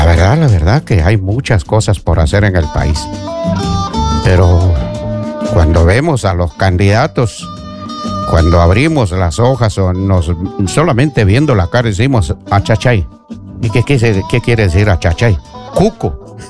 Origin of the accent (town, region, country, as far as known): Peru